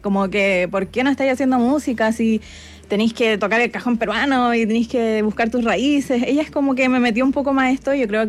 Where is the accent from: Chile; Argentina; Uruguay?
Chile; Y yo crecí siendo afrochilena en Chile.